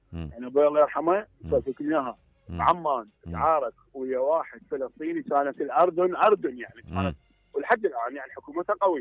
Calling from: Iraq

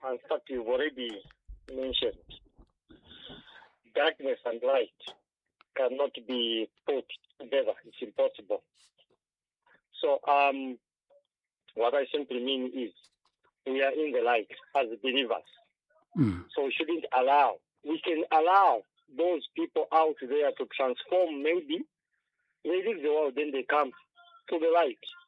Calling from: Lusaka, Lusaka Province, Zambia

